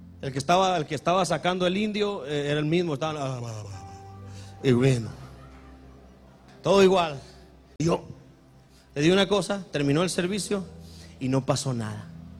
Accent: Durango, Mexico; soy de Durango. Y a los de Durango, cuando se nos sube la alacrán a la cabeza, cuidado.

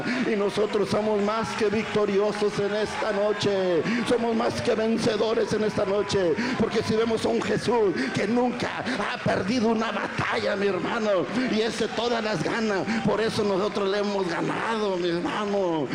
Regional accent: Matamoros, Tamaulipas, Mexico; yo soy nativo de la ciudad de Matamoros, Tamaulipas, México.

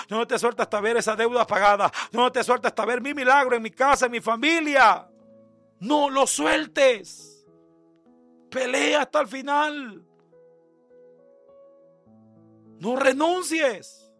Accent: El Salvador; bayunco, decimos en El Salvador.

